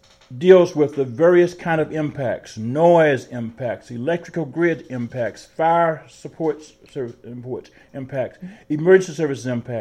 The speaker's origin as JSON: {"language": "English", "area": "Pike County", "region": "Arkansas", "country": "United States", "tie": "born or raised there", "said": "My hometown county of Pike County, the two nearest towns were Delight and Antoine."}